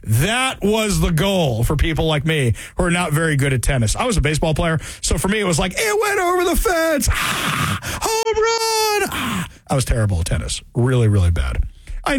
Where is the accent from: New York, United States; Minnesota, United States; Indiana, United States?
New York, United States; Westchester; I grew up in Westchester, New York.